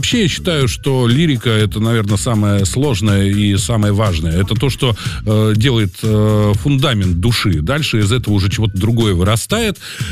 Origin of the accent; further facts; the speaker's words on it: Moscow, Russia; also born or lived in Saint Petersburg; Я 5 лет прожил в этом городе. Это фактически моя вторая малая родина. До сих пор многие люди думают, что я из Питера, хотя коренной москвич.